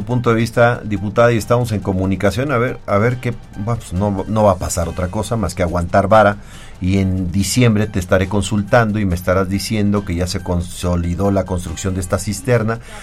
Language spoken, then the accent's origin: Spanish; Puebla, Mexico; como sociedad poblana y mexicana